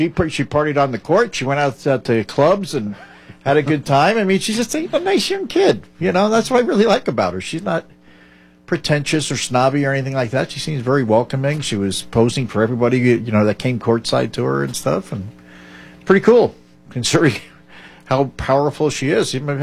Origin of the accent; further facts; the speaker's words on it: Jersey City, New Jersey, United States; moved away; as a New Yorker, you know, and I grew up in Jersey City right across the river.